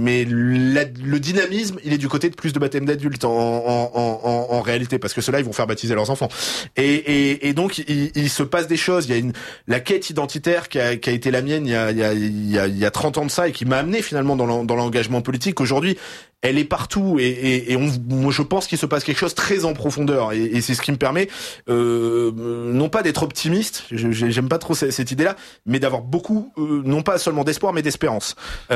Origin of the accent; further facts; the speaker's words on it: Nice, Provence-Alpes-Côte d'Azur, France; Moi, je suis très impressionné quand il y a des processions à Nice, comme je disais tout à l'heure, on est des Français assez récents, donc on a un catholicisme assez populaire, un peu à l'italienne